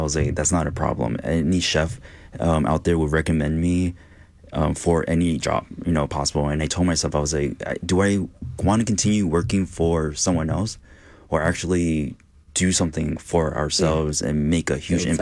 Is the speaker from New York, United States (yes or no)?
yes; New York, United States; I'm a New Yorker, you know, I was like, so I get like tunnel vision, and I was just like, this is like, New York is, you know, the center of everything, and there's nothing else like it.